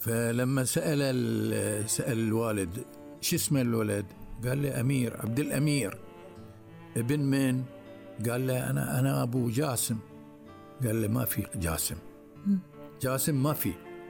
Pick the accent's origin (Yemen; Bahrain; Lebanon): Bahrain; Daih; أنا من الديه.